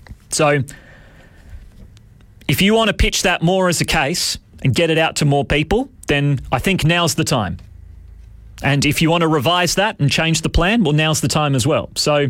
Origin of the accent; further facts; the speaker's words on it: South Australia, Australia; Made us have a bit more of an appetite for travelling around as we're from the Riverlands.